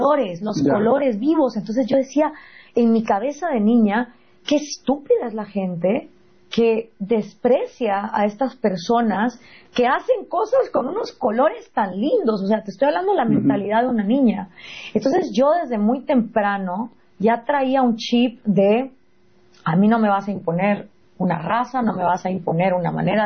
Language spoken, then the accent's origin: Spanish; Guatemala; yo crecí en Guatemala, en un país profundamente racista